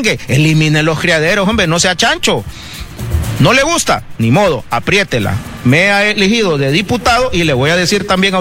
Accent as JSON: {"language": "Spanish", "country": "Honduras", "said": "cuando somos los hondureños los que no nos vamos a vacunar"}